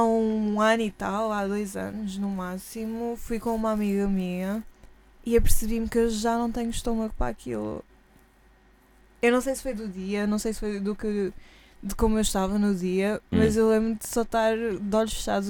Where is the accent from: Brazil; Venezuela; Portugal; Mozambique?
Portugal; Madeira; born there; moved away